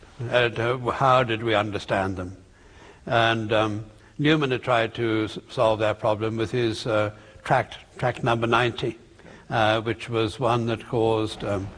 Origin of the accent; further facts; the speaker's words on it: South Africa; born there; My history of the Civil War isn't very great. I was born in South Africa, remember?